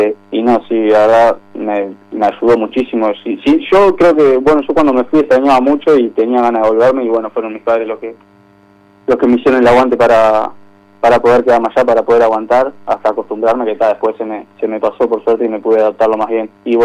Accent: Montevideo, Uruguay; yo nací en Montevideo, mi madre es de Montevideo, y tenemos la casa ya nuestra donde yo viví siempre.

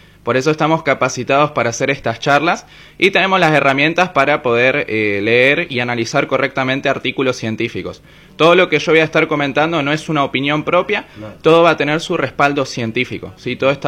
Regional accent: Misiones, Argentina; Soy de Misiones, del norte.

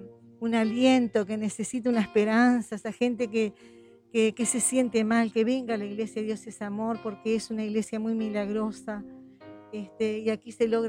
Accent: Montevideo, Uruguay; Yo vengo de Montevideo

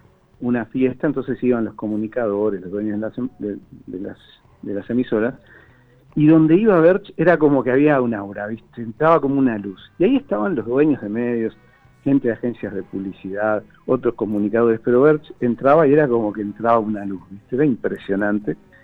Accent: Uruguay; also born or lived in Paraguay; Siempre hablábamos como uruguayos

